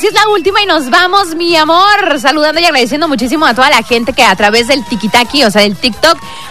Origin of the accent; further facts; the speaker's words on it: Cancún, Quintana Roo, Mexico; Ah, pues somos aquí de Cancún, Quintana Roo, mi amor.